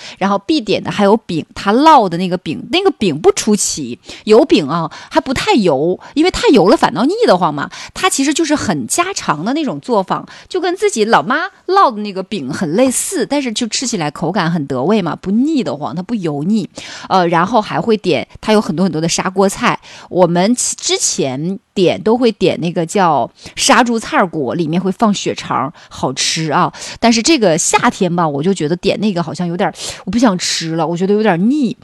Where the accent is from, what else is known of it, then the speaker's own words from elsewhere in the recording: Heilongjiang, China; 因为我是黑龙江人，然后我们 在我们小的时候，因为农村嘛，没啥菜儿